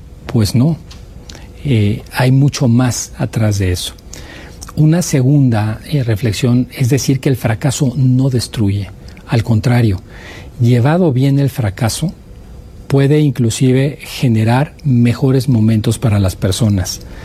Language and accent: Spanish; Mexico; Yo, para definir quién soy, tengo que definir que nací en México. Tengo que definir que aquí crecí.